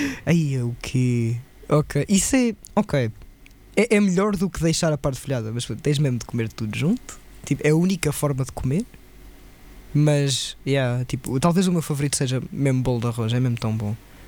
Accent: Portugal; enquanto portugueses

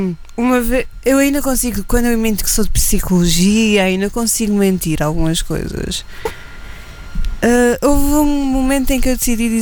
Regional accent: Madeira, Portugal; Eu não sou do centro. Eu sou o mais sul possível. Eu sou da Madeira.

